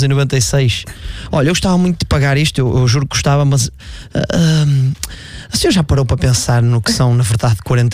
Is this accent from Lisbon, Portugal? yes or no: no; Vila Nova de Famalicão, Braga, Portugal; born there; De onde é que eu venho? Dizem-me que eu nasci em Famalicão, mas eu não me lembro, não é?